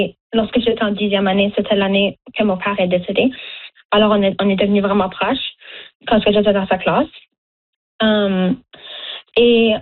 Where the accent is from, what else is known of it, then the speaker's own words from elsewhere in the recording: Dartmouth, Nova Scotia, Canada; also born or lived in Chéticamp; même si je viens pas de Chéticamp, ben je viens de Chéticamp, mais je viens de Dartmouth